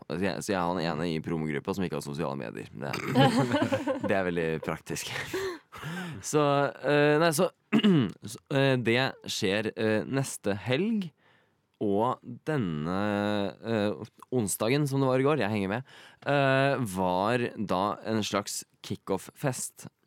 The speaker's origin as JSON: {"language": "Norwegian", "region": "Oslo", "country": "Norway", "said": "jeg er fra Oslo."}